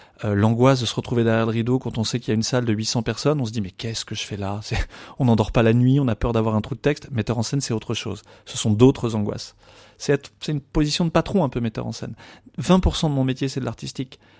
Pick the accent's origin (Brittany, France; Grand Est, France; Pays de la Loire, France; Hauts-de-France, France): Pays de la Loire, France; Je voulais revenir chez moi en Vendée après être parti en école nationale quand j'avais 18 ans. J'ai aujourd'hui 46 ans, bientôt 47.